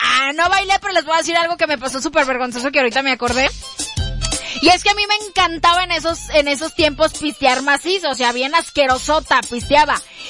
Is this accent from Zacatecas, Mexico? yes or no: no; Tlaquepaque, Jalisco, Mexico; yo soy de Tlaquepaque Centro. No digo que no tengamos billete los de Tlaquepaque Centro, pero digamos que somos más humildes, ¿verdad? Digamos que tenemos una educación diferente, escuela de gobierno.